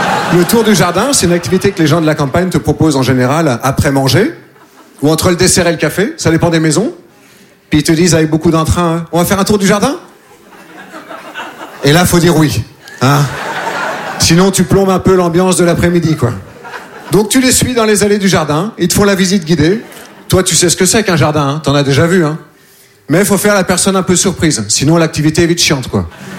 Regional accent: Nouvelle-Aquitaine, France

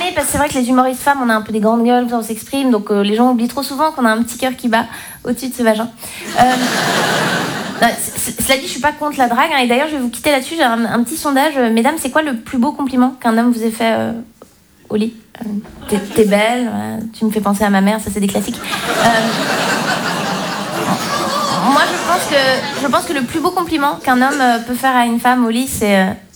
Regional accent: Romandy, Switzerland; first language French; moi je viens de Suisse romande, chez moi on parle français, mais en même temps on n'a pas la même psychologie que les Français.

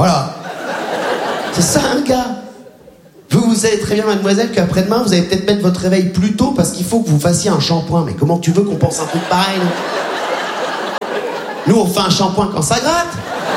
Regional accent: Réunion, France; born or raised there

